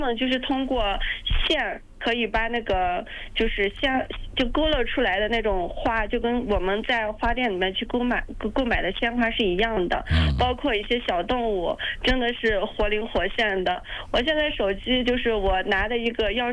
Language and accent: Chinese; Ningxia, China; 因为我是土生土长的西海固南部山区人，所以说当时就是我在我的印象中，因为我是80后